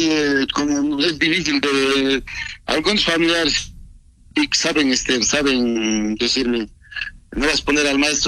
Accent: Bolivia; Soy de Bolivia, pero la ciudad donde yo vivo se llama Huanuni. Es una ciudad pequeña.

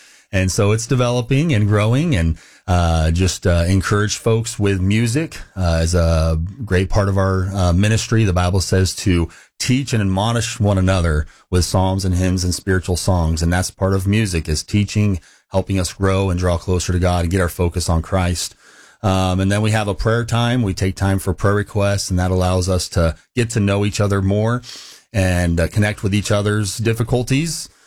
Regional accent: Clovis, California, United States; And so I grew up in Central Baptist Church there in Clovis, Califor

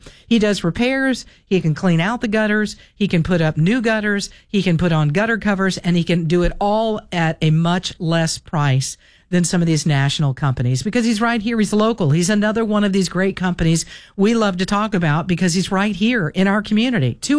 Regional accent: Florida, United States; growing up in South Florida

